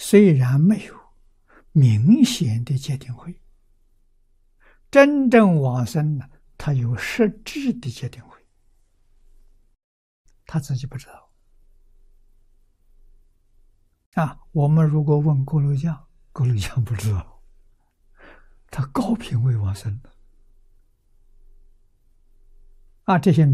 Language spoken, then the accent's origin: Chinese; China